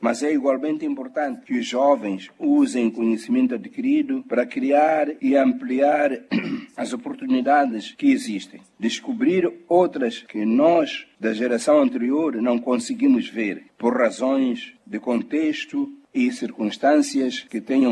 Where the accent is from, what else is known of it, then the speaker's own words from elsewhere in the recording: Mozambique; Acredito que, como moçambicanos, conhecemos o valor da paz porque conhecemos igualmente o sofrimento provocado pela guerra.